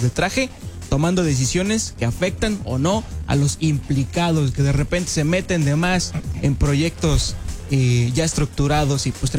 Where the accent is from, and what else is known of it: Mexico